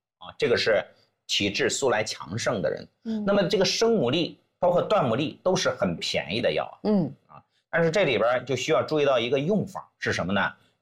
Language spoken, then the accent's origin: Chinese; China; 韩国人的压力实际上比我们中国人的压力要大，